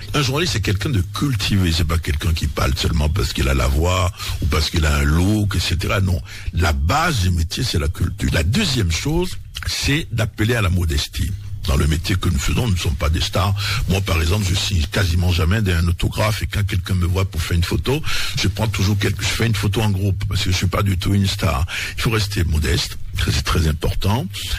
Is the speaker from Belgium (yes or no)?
no; Abomey, Zou, Benin; moved away; Moi, je suis d'Abomey. Quand je viens, je vais à Abomey.